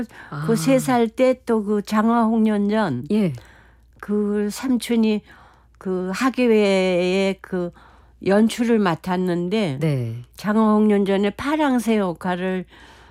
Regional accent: North Korea; born there; 내가 태어난 곳이 약수터인데 삼박 약수로 유명한 지금은 김일성 별장이 거기 있대요. 그렇게 그 정도로 경치가 좋은 데서 이제 태어났는데

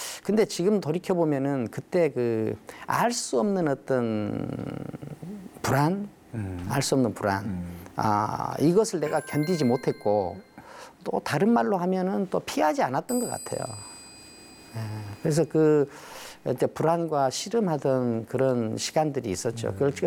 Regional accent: Hampyeong, South Jeolla, South Korea; also born or lived in Jangbyeongdo; 그 제가 그 이 이제 고향은 함평인데.

